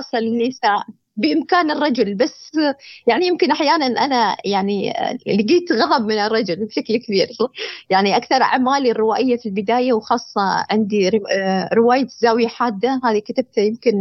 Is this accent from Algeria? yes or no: no; United Arab Emirates; أنت لما تدخل في سوق العمل يعني خاصة أنا أتكلم عن بلدي الإمارات